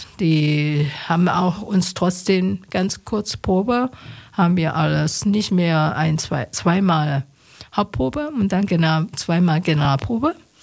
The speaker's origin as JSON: {"language": "German", "country": "Taiwan", "tie": "born there", "second_language": "German", "said": "weil ich im Winter geboren bin in Taiwan, gibt keine Schnee, nur oben eine Woche in der Jadeberge."}